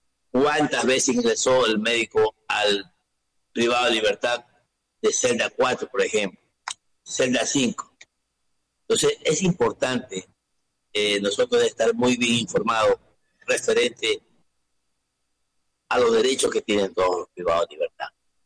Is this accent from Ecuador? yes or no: yes; Ecuador; somos los ecuatorianos.